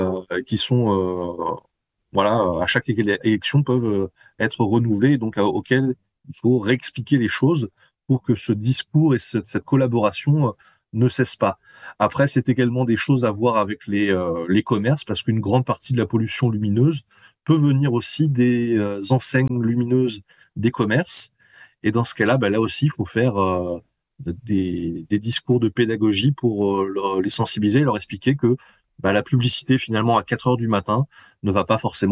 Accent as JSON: {"language": "French", "country": "France"}